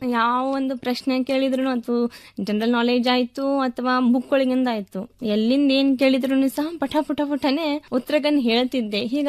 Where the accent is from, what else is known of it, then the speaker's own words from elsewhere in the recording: Karnataka, India; also born or lived in Samrani / Gundoli; ಅದು ಹಳಿಯಾಳ ತಾಲೂಕಿನಲ್ಲಿ, ಅದು ಹಳಿಯಾಳ ತಾಲೂಕಿನ ಒಂದು ಸಣ್ಣ ಗ್ರಾಮ ನಿಲ್ವಾನಿ ಅಂತ ಹೇಳಿ. ಆ ಒಂದು ಗ್ರಾಮದಲ್ಲಿ ನಾನು ಹುಟ್ಟಿದವಳು.